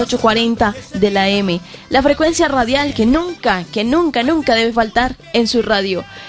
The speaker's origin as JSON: {"language": "Spanish", "region": "Huila", "country": "Colombia", "said": "esa esperanza que nos caracteriza como buenos sopitas, buenos huilenses."}